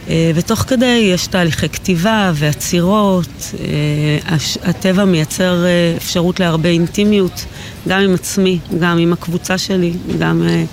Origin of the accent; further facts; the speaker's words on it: Gush Katif, Gaza Strip, Palestine; now in Sderot, Israel; גדלתי בגוש קטיף